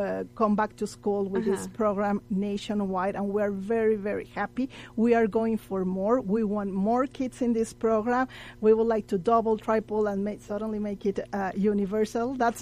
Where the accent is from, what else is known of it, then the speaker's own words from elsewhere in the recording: El Paso, Texas, United States; Since I am from El Paso